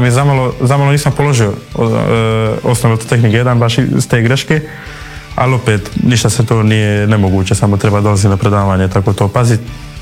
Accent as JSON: {"language": "Croatian", "town": "Dubrovnik", "region": "Dubrovnik-Neretva County", "country": "Croatia", "said": "ja sam tu iz Dubrovnika"}